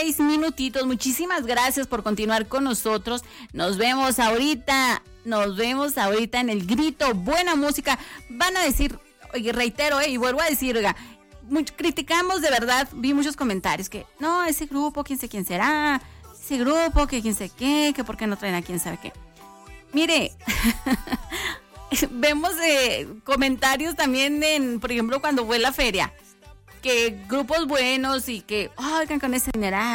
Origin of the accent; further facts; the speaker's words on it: Mexico; No somos mexicanos, nos gusta la música, nos gusta la fiesta